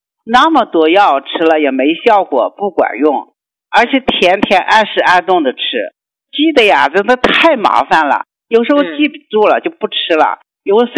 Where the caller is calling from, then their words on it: Shanxi, China; 我是山西的。